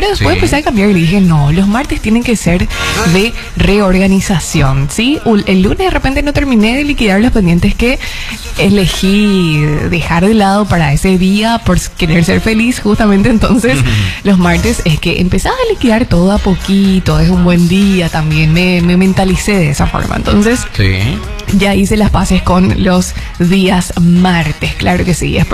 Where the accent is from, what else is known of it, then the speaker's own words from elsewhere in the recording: Paraguay; como buena paraguaya y dentro de mi único vicio, que es mi infaltable tereré.